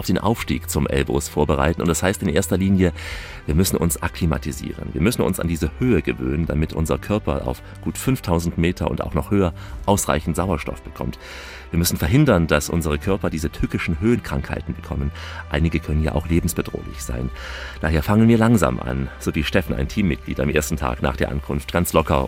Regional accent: Russia; habe ich zum Beispiel mit meinem Auto ganz Russland durchquert, von West nach Ost, 10.000 Kilometer durch mein Heimatland.

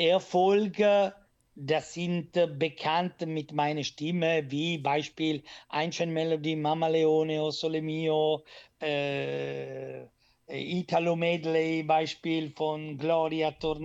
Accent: Italy; German is a second language; also als Italiener, ich bin mit italienischer Musik verwechselt.

